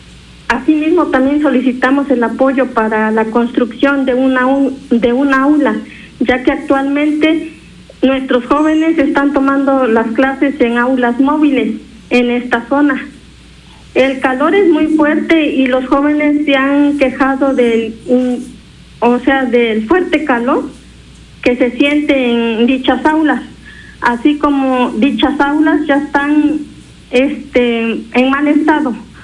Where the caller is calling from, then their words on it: Tilapa, Puebla, Mexico; Soy integrante del Comité de Padres de Familia del Bachillerato Digital 123 de Solonquiapa, Tilapa, Puebla.